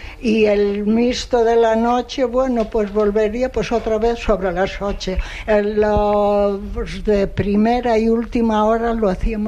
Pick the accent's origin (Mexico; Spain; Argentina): Spain; Anllares, Castile and León; also born or lived in Páramo del Sil; soy de Anllares.